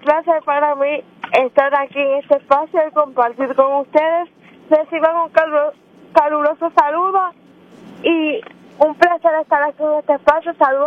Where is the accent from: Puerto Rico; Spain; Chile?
Puerto Rico; Aguada; Soy del pueblo de Aguada.